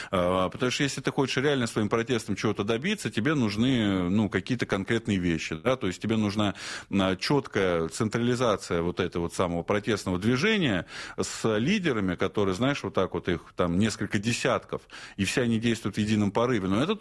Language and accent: Russian; Russia